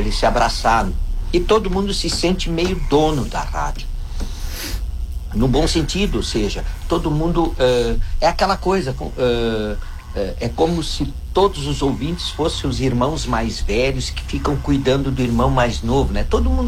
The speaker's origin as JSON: {"language": "Portuguese", "region": "Rio Grande do Sul", "country": "Brazil", "accent": "sotaque daqui (puxando R, trocando B com P)"}